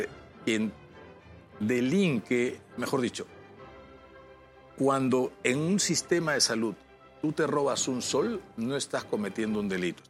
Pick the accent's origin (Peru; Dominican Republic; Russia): Peru; Y somos peruanos, ¿no?